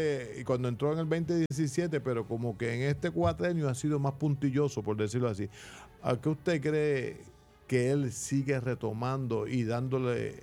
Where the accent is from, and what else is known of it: Puerto Rico